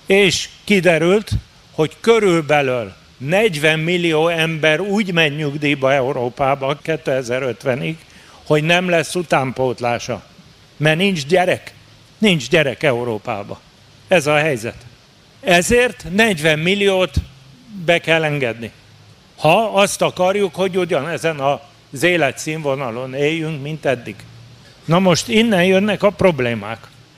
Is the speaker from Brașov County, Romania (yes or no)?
yes; Brașov, Brașov County, Romania; moved away as an adult; now in Szeged, Hungary; brassói születésű vagyok, életem első 30 évét itt éltem le Erdélybe, házasságomat követően Szegedre kerültem